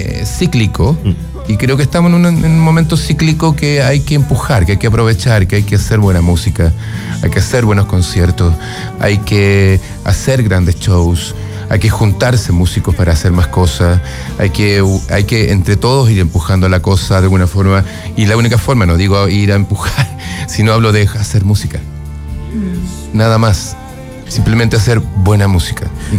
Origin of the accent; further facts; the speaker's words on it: Chile; Crecer en Chile, haber nacido el año 69, haber vivido el golpe, etcétera.